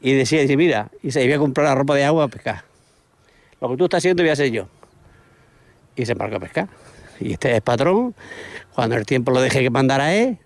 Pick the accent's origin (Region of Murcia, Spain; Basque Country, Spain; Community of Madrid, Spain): Region of Murcia, Spain; Mazarrón; now in Cartagena, Spain; Yo soy de Mazarrón.